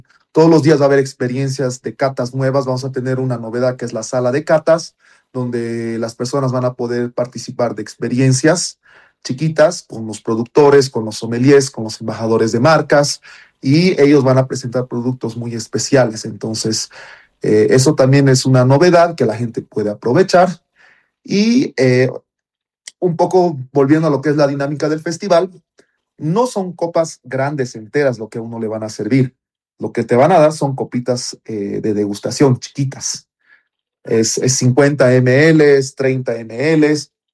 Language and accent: Spanish; Bolivia; nosotros como bolivianos